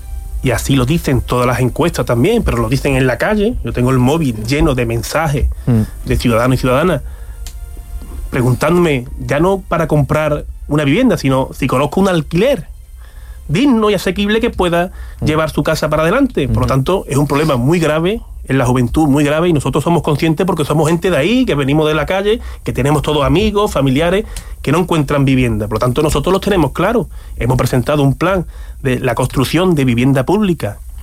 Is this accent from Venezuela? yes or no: no; Medina Sidonia, Andalusia, Spain; en mi pueblo, en Medina Sidonia